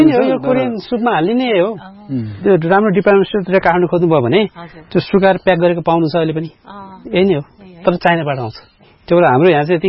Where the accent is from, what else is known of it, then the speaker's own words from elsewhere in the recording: Lumle, Gandaki Province, Nepal; moved away as an adult; मेरो घर चाहिँ लुम्ले हो नि त